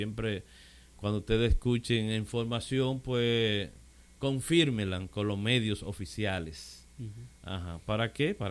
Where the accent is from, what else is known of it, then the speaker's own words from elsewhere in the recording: Dominican Republic; mayormente somos más los dominicanos.